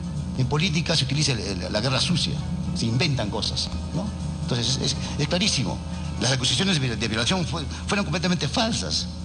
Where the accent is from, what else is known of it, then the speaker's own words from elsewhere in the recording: Arequipa, Peru; Yo soy arequipeño y tú sabes que Arequipa es otro país